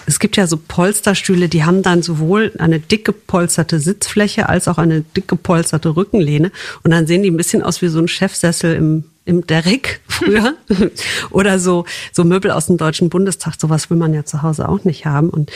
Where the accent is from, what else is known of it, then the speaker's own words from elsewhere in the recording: Wuppertal, North Rhine-Westphalia, Germany; Ja, stimmt. Ich komme aus der Stadt des Kobolds.